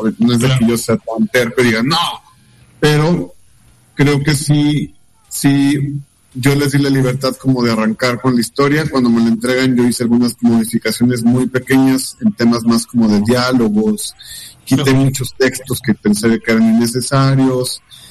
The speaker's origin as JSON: {"language": "Spanish", "country": "Mexico"}